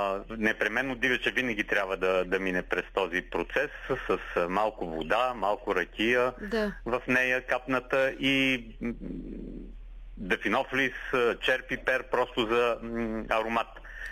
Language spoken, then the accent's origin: Bulgarian; Montana Province, Bulgaria; Ломския край, откъдето съм родом